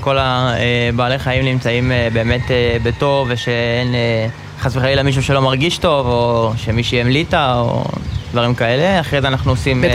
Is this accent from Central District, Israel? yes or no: yes; Central District, Israel; נולדתי במושב, תמיד גדלתי בסביבת בעלי חיים.